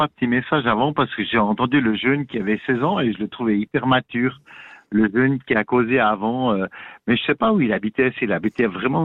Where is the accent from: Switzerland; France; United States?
Switzerland; Parce que c'est vrai que c'est pas comparable chez nous en Suisse.